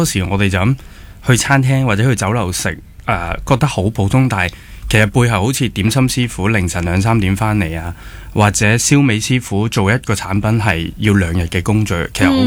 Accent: Hong Kong; 我哋香港人

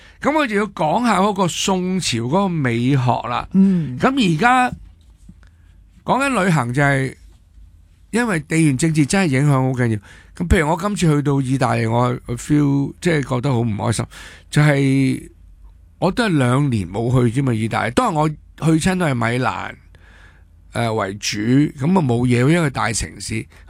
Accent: Hong Kong; 我唔系日本，我系中国香港。我唔系讲香港，我系中国嘅香港。九七年呢，我永远系中国香港嘅。

